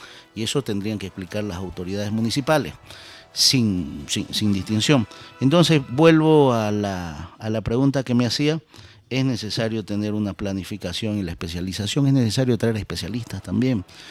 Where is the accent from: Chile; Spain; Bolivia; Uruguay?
Bolivia; Vallegrande, Santa Cruz; Primero digo soy de Valle Grande y luego les explico, ¿no? Valle Grande queda en Santa Cruz, sí. Santa Cruz, Bolivia, Sudamérica